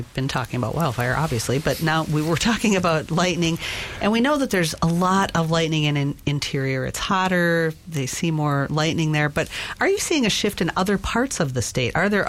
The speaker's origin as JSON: {"language": "English", "region": "Midwest", "country": "United States", "tie": "born or raised there", "said": "Well, I know I grew up in the Midwest where you heard thunder and saw lightning often in the summertime"}